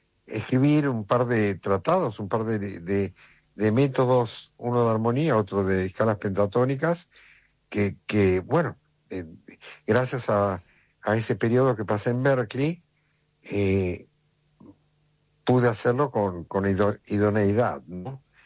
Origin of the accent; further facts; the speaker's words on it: Argentina; moved away as an adult; also born or lived in Brazil / United States; now in Madrid, Spain; Me dio el gusto de estar en mi tierra con mi público